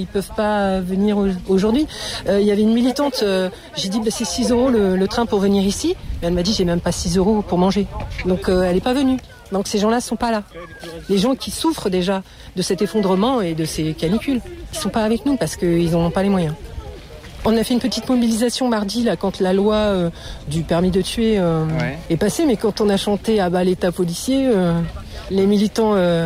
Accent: Le Havre, Normandy, France; Mais exactement, je viens du Havre et ce méga canal nous concerne aussi

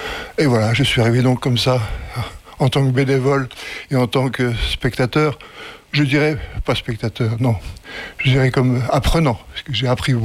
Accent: Grand Est, France; now in Liausson, France; je suis lorrain au départ, mais ça fait 40 ans maintenant que j'habite ici

